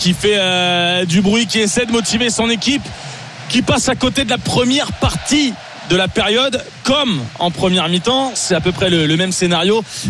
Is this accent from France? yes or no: yes; Normandy, France; Ah, ça, on est normand, Manu.